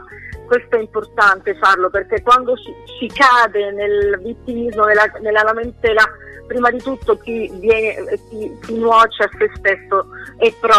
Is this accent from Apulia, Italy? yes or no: yes; Taranto, Apulia, Italy; nel senso che Taranto, la Puglia e tutto ciò che ne fa la mia terra è un grande motore d'amore, mi rende migliore quando sto lì al mare, mi sento a casa